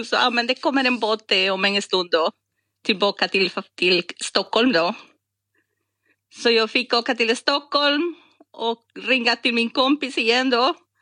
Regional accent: Costa Rica; Swedish is a second language; also born or lived in Poland; now in Sweden; Jag kommer från Costa Rica. Mm-hmm. Och hade studerat i Polen då på 90-talet.

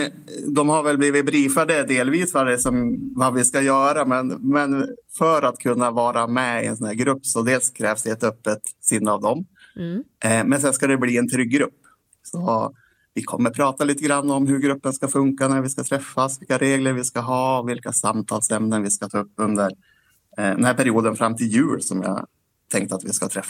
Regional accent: Bjärme, Jämtland County, Sweden; Jag sitter på skolan i Myrviken för tillfället, men jag är från Bjärme.

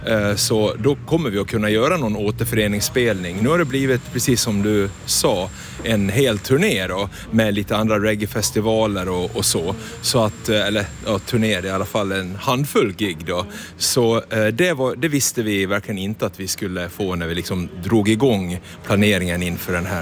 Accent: Borlänge, Dalarna County, Sweden; Så att nu få starta upp igen hemma i Borlänge, ja, det känns väldigt rätt.

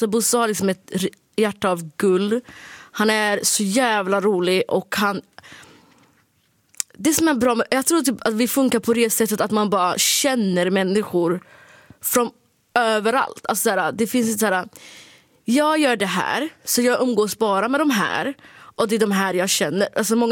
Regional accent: Sweden; accent: Standard Swedish; Jag tycker att jag pratar rikssvenska liksom.

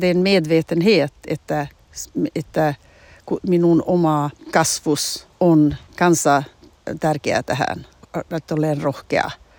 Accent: Torne Valley, Norrbotten County, Sweden; now in Skåne, Sweden; olen ylpeä, että olen Tornionlaaksosta. Kotiseutu on tärkeä, sitten se kulttuuri, missä olen kasvanut ylös ja, niin, ja kieli ja kaikki tämän Tornionlaakson kulttuuri on ollut tärkeä mulle.

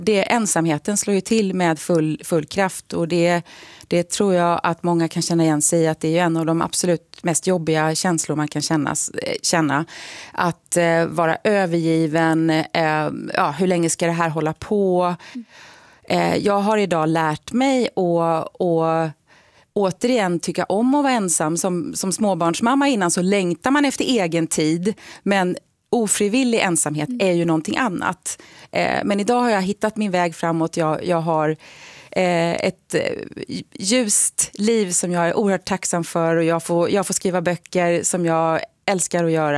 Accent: Lerum, Västra Götaland County, Sweden; men jag har sett bilder av en vit villa i Lerum där jag växte upp mina första två år i en stor familj. Så att jag är ju född 1969

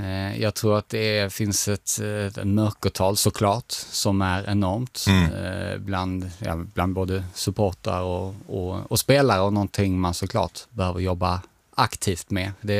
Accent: Dalby, Skåne, Sweden; Jag är från Dalby, så en liten rivalby.

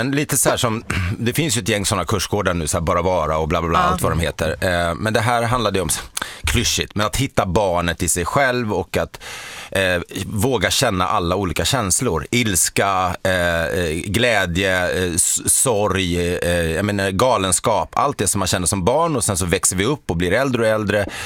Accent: Sweden; vi är gamla svenskar sådär

